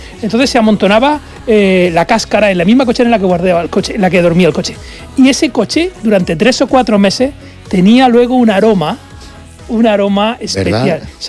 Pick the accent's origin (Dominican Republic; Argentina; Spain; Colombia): Spain; Torre Pacheco, Region of Murcia; Entre ellos mi pueblo, bueno, en Torre Pacheco